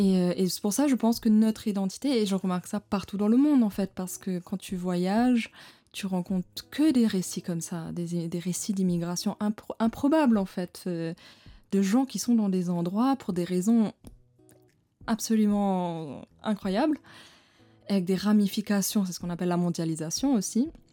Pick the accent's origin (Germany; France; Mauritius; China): Mauritius; et moi je me retrouve dedans avec des origines, très diverses, comme tous les Mauriciens. Enfin, mon père est d'origine asiatique, enfin, j'ai une grand-mère d'origine indonésienne, ma mère est allemande, je suis à Maurice